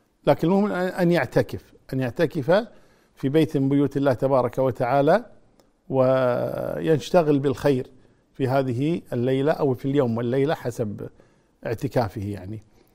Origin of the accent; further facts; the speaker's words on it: Kuwait; عندنا في الكويت